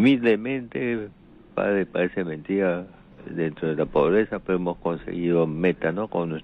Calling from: Callao, Peru

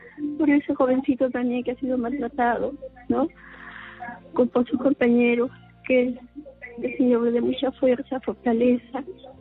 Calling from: Tambo de Mora, Ica, Peru; Yo vivo en Quincha Tambo de Moro, hermanita.

